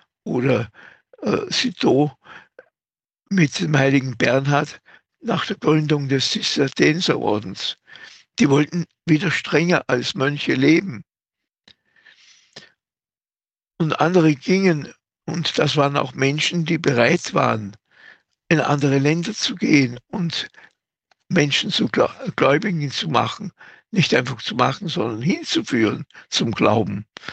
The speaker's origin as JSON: {"language": "German", "region": "Salzburg", "country": "Austria", "said": "Aber auch bei uns in Österreich, in Salzburg, da haben wir die heiligen Rupert, Virgil und Ehrentrud."}